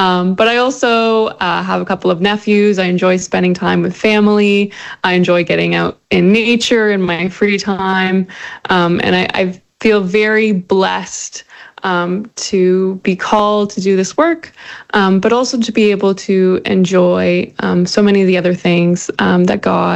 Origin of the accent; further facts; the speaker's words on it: Ontario, Canada; also born or lived in Mississauga / Oakville; I grew up in both Mississauga and in Oakville in Ontario, and have generally spent most of my life in those areas.